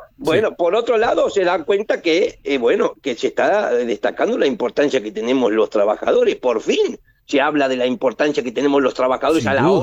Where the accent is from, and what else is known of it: Argentina